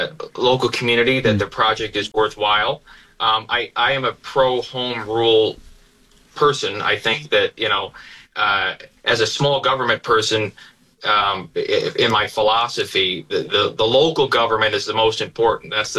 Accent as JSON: {"language": "English", "town": "Lyons", "region": "New York", "country": "United States", "tie": "born or raised there", "said": "where I grew up in Lyons"}